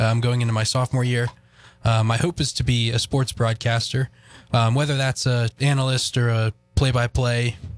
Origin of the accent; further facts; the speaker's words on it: Morgantown, West Virginia, United States; I'm from Morgantown, West Virginia.